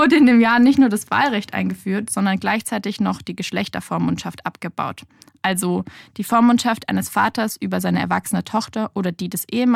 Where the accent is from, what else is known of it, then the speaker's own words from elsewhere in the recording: Baden-Württemberg, Germany; das sage ich nicht oft als echte Schwäbin.